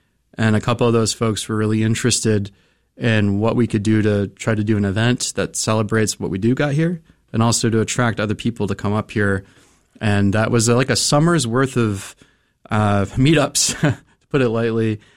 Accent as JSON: {"language": "English", "town": "Augusta", "region": "Maine", "country": "United States", "said": "because I'm originally from the Augusta area, and I probably went to Portland twice."}